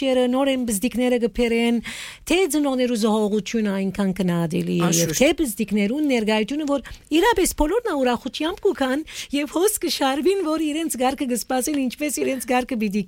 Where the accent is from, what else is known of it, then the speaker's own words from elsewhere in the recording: Aleppo, Aleppo Governorate, Syria; բոլորը այսպիսի ձրակերներ եկա, որ Սուրիո մեջ, Հալեբի մեջ մեզի այնքա